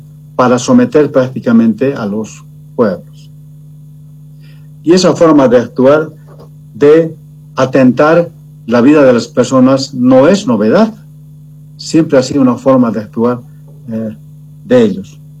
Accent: Bolivia

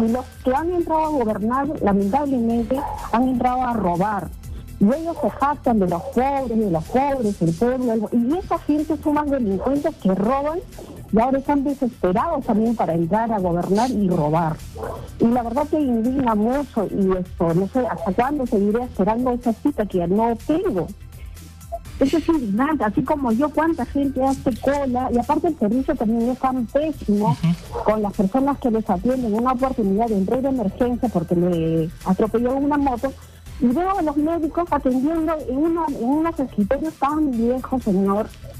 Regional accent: Peru; O sea, todos somos peruanos. Hagamos conciencia por nuestro país

